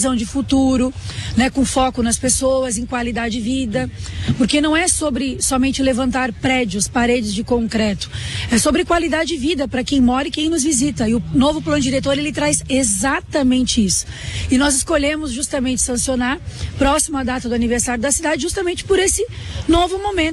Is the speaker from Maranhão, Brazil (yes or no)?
no; Balneário Camboriú, Santa Catarina, Brazil; born there; uma cidade, que é a minha terra natal, uma cidade que é referência em pontos positivos aí, mundo afora